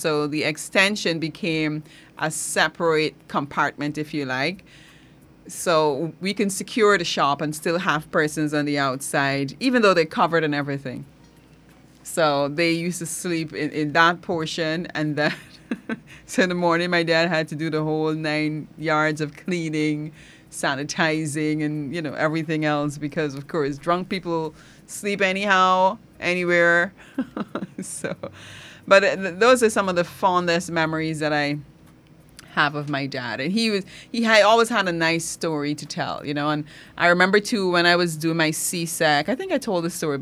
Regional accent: Matthews Ridge, Barima-Waini, Guyana; I grew up in Matthews Ridge, which is region number one.

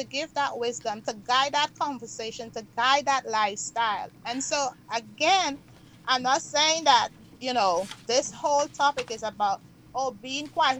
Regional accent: Dartmouth, Guyana; in the village where I grew up in Dartmouth

